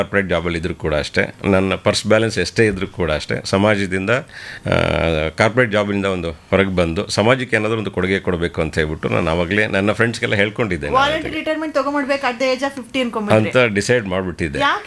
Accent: Hassan district, Karnataka, India; moved away; also born or lived in Tumakuru; ಮೂಲತಃ ನಾನು ಹಾಸನ ಡಿಸ್ಟಿಕ್ ಆಲೂರು ತಾಲೂಕು ಹಂಜಳಿಗೆ ಅಂತ ನಮ್ಮ ಗ್ರಾಮ.

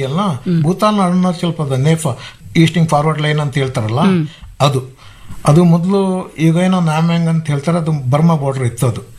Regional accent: Kodagu, Karnataka, India; ನಾವು ಕೊಡಗಿನಲ್ಲಿ ಕಾಡಲ್ಲಿ ಬೆಳೆದವರು

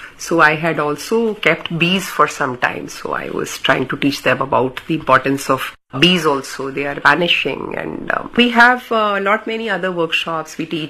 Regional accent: Delhi, India; Yeah, Delhi. I grew up in Delhi. This was the Delhi of the 80s.

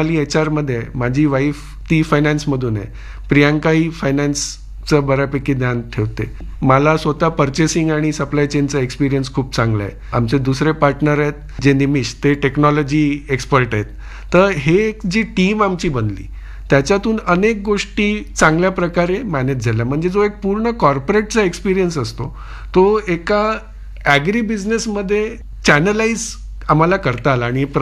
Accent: Dahanu, Maharashtra, India; आमचं गाव समुद्रकिनारी आहे आणि एक वीकेंड डेस्टिनेशन आहे, तर खूप टुरिस्ट येतात. बोर्डी डहाणू हा जो परिसर आहे

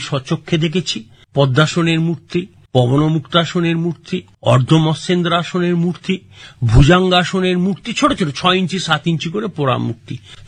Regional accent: India; আমরা এই ভারতীয়রা

